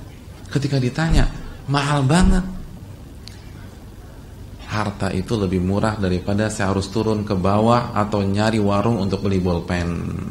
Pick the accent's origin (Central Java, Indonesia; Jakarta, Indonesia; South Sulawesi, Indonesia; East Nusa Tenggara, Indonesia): Jakarta, Indonesia; apalagi kita orang Jakarta